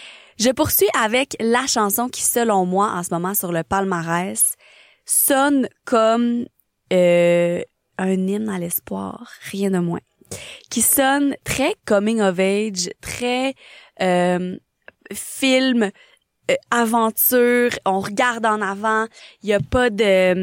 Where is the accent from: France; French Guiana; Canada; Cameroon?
Canada; Trois-Rivières, Quebec; je l'ai également vu en show dans ma ville natale à Trois-Rivières